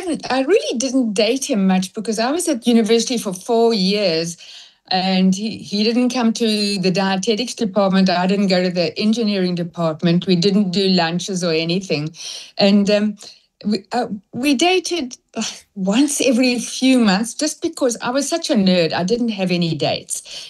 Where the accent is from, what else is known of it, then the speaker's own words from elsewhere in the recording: Regina, Saskatchewan, Canada; now in South Africa; my parents were adventurers. That's why we moved to South Africa from Regina, Saskatchewan in Canada. People don't even know where that is.